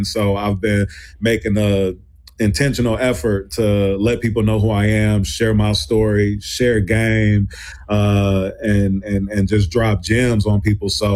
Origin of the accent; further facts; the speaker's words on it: Milwaukee, Wisconsin, United States; when I tell people I'm from the Mill, a lot of times I don't expect them to have a connection with it or know much about the city